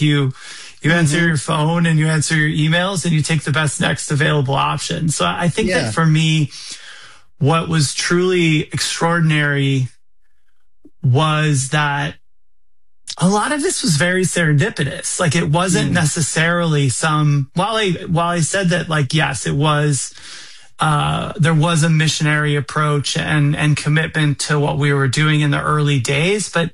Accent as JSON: {"language": "English", "area": "the Midwest", "region": "Wisconsin", "country": "United States", "tie": "born or raised there", "moved": "yes", "said": "So having become an adult in Wisconsin, it's funny. And growing up in the Midwest, I've realized I'm long gone."}